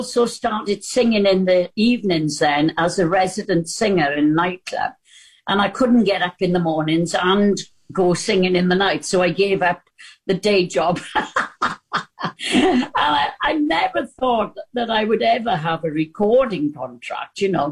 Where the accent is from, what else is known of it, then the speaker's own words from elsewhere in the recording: Wales, United Kingdom; because I'm from Wales.